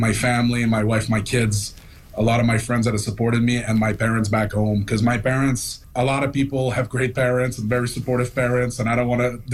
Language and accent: English; Canada; I'm like, no, I'm actually from completely different part of the country.